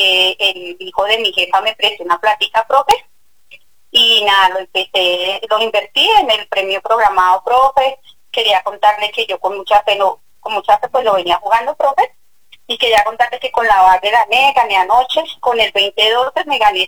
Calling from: Bogotá, Colombia; El barrio Lindalito, profe.

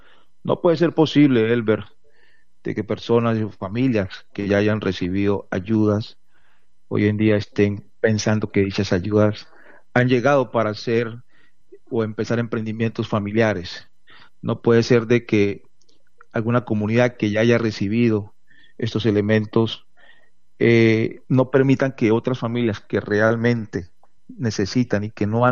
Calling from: Buenaventura, Valle del Cauca, Colombia; a mi comunidad, a mi pueblo Buenaventura

